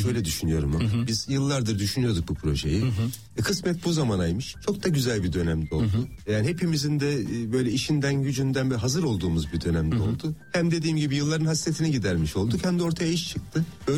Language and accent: Turkish; Ankara, Turkey; Ankara bizim kökenimiz.